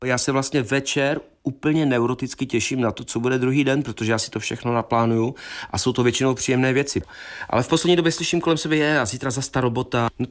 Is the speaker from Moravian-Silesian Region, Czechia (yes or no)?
yes; Čeladná, Moravian-Silesian Region, Czechia; já jsem totiž z Čeladné jakoby původem